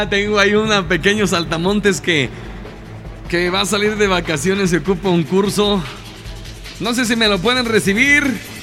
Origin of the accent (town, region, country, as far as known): Mexico